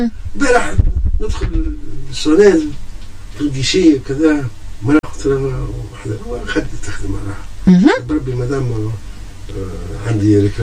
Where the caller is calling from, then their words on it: Tunisia; تعرف حومتنا برج الراس.